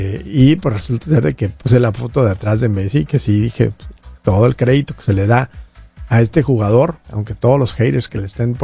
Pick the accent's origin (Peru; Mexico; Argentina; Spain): Mexico; Pues soy mexicano 100%.